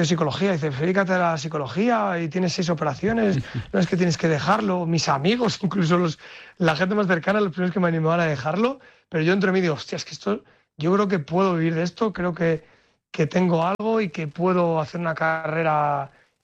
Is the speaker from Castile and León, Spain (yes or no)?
yes; León, Castile and León, Spain; si soy ejemplo de algo que no es de ser cabezón como buen cazurro leonés